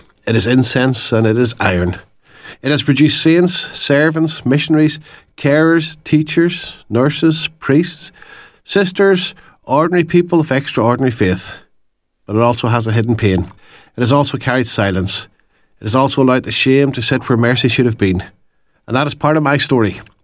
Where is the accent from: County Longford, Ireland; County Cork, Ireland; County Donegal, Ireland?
County Donegal, Ireland; Donegal Town; I grew up in Donegal town up in the northwest of Ireland.